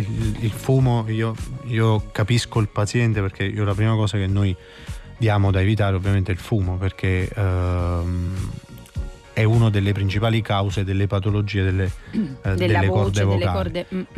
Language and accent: Italian; Benevento, Campania, Italy; now in Naples, Italy; No, che io in realtà non sono napoletano.